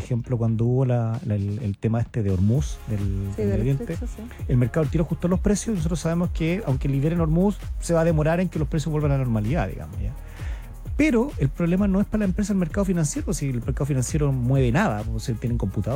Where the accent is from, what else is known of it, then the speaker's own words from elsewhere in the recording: Iquique, Tarapacá, Chile; yo soy de Iquique